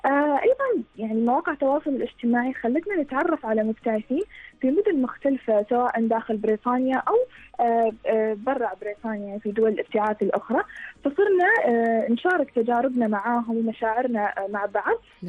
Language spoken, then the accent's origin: Arabic; Oman; moved away as an adult; now in United Kingdom; إحنا من عمان